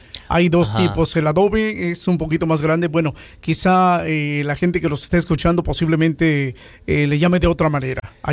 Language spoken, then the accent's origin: Spanish; Mexico; moved away; yo soy de México